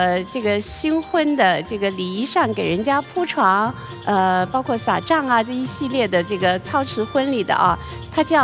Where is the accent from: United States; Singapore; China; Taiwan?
China; Guangdong; 在我们广东，我来自广东哈，